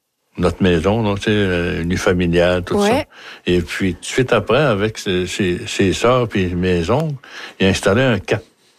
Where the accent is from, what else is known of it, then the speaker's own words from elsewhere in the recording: Sept-Îles, Quebec, Canada; born there; Je suis né, à Sept-Îles, pas loin de Sept-Îles.